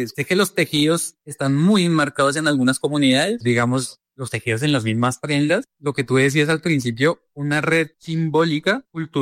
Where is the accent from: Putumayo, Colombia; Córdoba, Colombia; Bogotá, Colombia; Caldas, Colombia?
Bogotá, Colombia; Yo soy colombiano, pero soy de Bogotá.